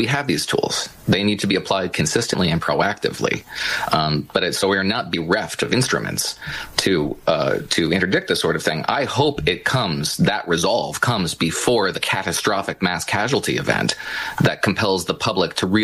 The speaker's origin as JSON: {"language": "English", "region": "New Jersey", "country": "United States", "tie": "born or raised there", "said": "Well, I grew up in Western New Jersey. I'm actually about 10 minutes away from my home that I grew up in as a kid"}